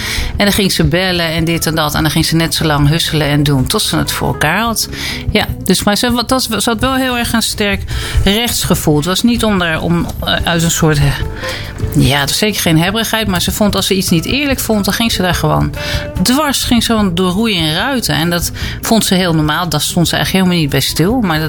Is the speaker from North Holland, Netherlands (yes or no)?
yes; Amstelveen, North Holland, Netherlands; now in Aalsmeer, Netherlands; Ik ben van origine, kom ik uit Amstelveen.